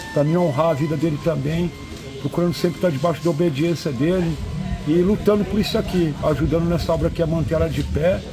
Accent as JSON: {"language": "Portuguese", "region": "Rio de Janeiro", "country": "Brazil", "said": "porque eu vim do Rio de Janeiro, e a minha família aqui em São Paulo"}